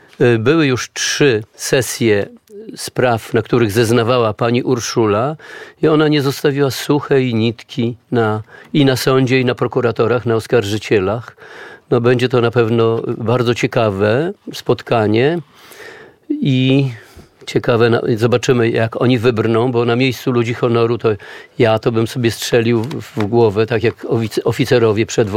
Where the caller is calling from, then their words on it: Warsaw, Masovian Voivodeship, Poland; sami widzimy jako warszawiacy